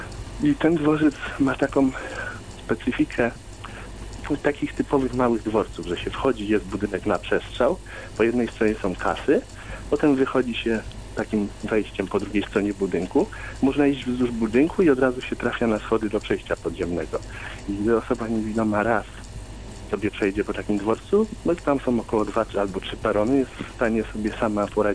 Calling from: Kraków, Lesser Poland, Poland; akurat mieszkam w Krakowie

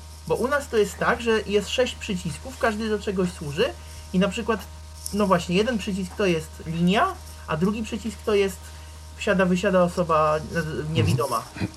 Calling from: Prague, Czechia; pozdrawiam bardzo serdecznie z Czech, z Pragi.

